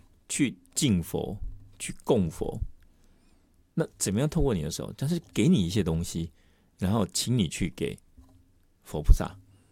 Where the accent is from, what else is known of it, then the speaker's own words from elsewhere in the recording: Taiwan; 我们是台湾来的啊